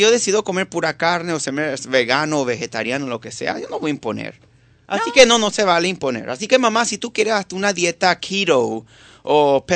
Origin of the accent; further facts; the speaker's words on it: Venezuela; moved away; soy venezolano, mi esposa mexicana.